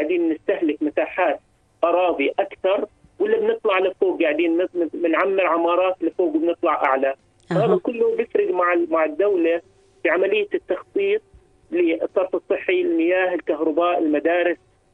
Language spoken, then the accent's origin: Arabic; Jordan; عندنا بالأردن